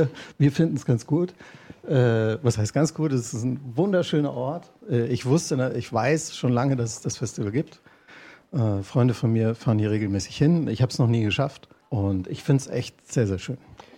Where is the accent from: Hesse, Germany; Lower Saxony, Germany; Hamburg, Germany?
Lower Saxony, Germany; Haselünne; da wo ich aufgewachsen bin, in Haselünne, das ist im Norden Deutschlands, im Emsland, fast an der Nordsee